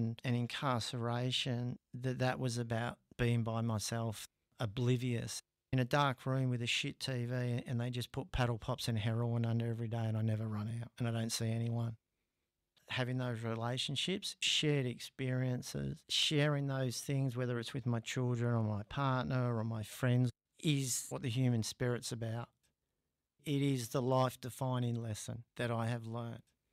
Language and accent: English; Melbourne, Victoria, Australia; I grew up in Melbourne, in a place called Seaford, which was a really horrible place. A tough housing commission area, you know, somewhere it'd be like Ayres or Mount Druitt in New South Wales.